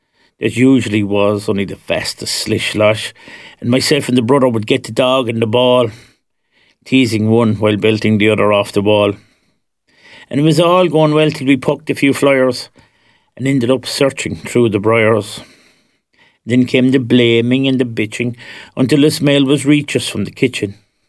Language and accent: English; Ireland; Growing up in Ireland in the 70s